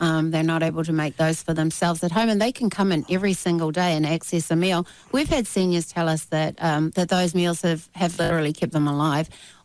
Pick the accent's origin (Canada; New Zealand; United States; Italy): New Zealand; So growing up in New Zealand, I had this love for good, healthy food from the source.